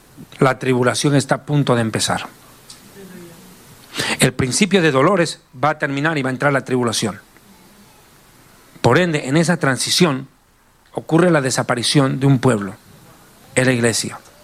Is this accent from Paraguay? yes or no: no; Bolivia; Aprovecho de mandar un saludo a todas las madres bolivianas. En mi país es el Día de la Madre.